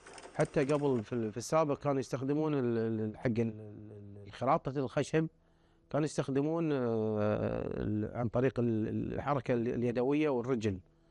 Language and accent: Arabic; Kuwait; عندنا بالكويت